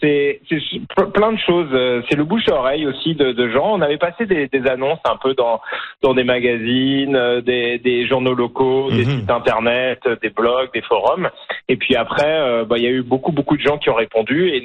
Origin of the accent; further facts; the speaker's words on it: France; moved away as an adult; now in Sunshine Coast, Canada; Comme vous pouvez l'entendre, j'ai un accent un peu différent de l'accent franco-canadien habituel. Je suis originaire de France, mais je vis au Canada depuis une vingtaine d'années. Et donc, ça fait bien longtemps que je suis canadien et je me sens à la maison au Canada.